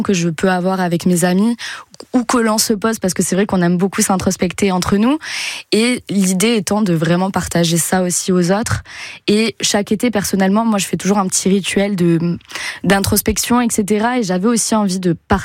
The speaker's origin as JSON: {"language": "French", "town": "Toulouse", "region": "Occitanie", "country": "France", "said": "Ben, je suis toulousaine, je crois que ça s'entend à l'accent ou pas ?"}